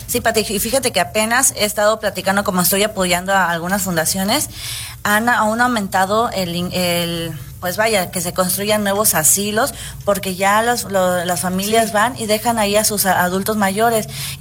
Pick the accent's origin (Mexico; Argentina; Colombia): Mexico; que hay que cubrir nosotros como mexicanos para evitar esto.